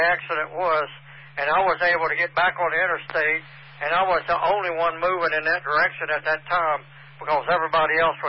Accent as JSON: {"language": "English", "town": "Mexico", "region": "Missouri", "country": "United States", "said": "I'm from Mexico."}